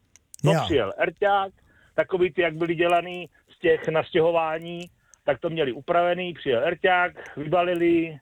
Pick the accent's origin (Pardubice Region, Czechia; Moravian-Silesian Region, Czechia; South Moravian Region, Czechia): Pardubice Region, Czechia; Já pocházím z Pardubicka, kde jsme vymetali Big Beaty, na klasických adresách jako Újezd u Přelouče, Semín, Strášov, Valí.